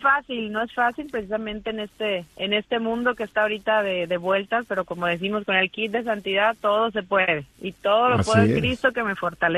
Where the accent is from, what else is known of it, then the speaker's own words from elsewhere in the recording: Tamaulipas, Mexico; moved away as an adult; now in Los Angeles, United States; yo soy de Tamaulipas, México, y soy la más chica de cuatro hermanos.